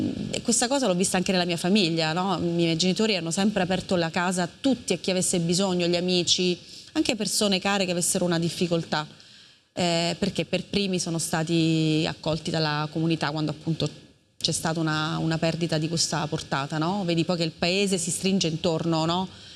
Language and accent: Italian; Palazzolo Acreide, Sicily, Italy; born or raised there